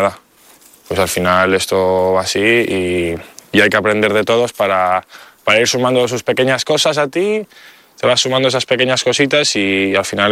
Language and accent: Spanish; León, Castile and León, Spain; Sí, yo soy de León y siempre que puedo pues me gusta ir allí, me siento como en casa, me siento un niño